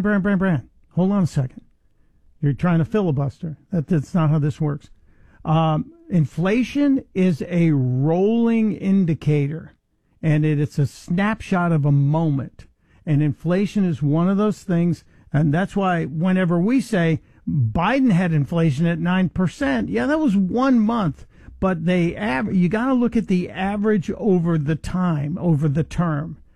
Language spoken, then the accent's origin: English; Chicago, Illinois, United States; as a kid growing up in Chicago, Bishop Sheen and the black and white TV show was a part of our life.